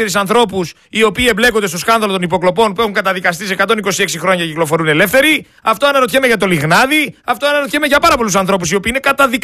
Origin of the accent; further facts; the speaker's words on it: Greece; Εγώ είμαι ένας Έλληνας πολίτης λοιπόν, και αυτός θα γίνει ο έλεγχος και να γίνει, και εγώ θα απαντήσω.